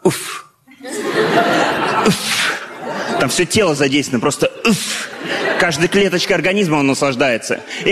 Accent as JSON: {"language": "Russian", "country": "Russia", "said": "У русских, когда нам вкусно"}